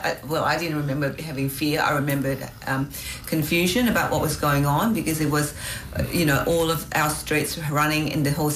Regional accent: Australia; first language Vietnamese; English is a second language; I see myself as an Australian first. My heritage is not that I'm dismissing it, but it is my heritage, and I'm proud of my Vietnamese heritage. I'm married to a German, so of German heritage.

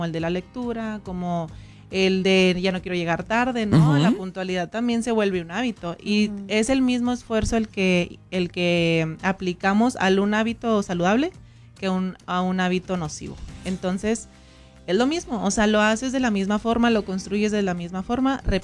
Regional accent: Camargo, Mexico; moved away; soy originaria de Camargo, entonces, okay, vengo de allá, vengo de carretera.

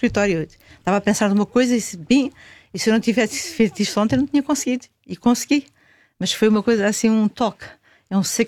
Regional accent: Portugal; moved away as an adult; now in New York, United States; em 1980 eu dizia às pessoas que era de Portugal

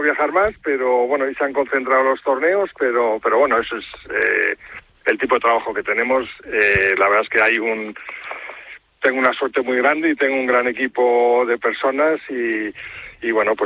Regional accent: Águilas, Region of Murcia, Spain; Yo soy de Águilas.

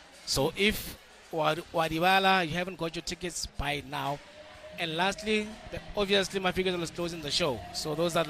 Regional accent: South Africa

